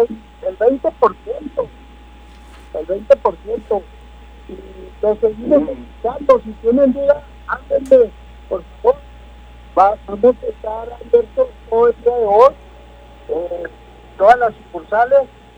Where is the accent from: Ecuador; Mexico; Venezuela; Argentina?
Mexico; a todos les encanta cómo somos los mexicanos.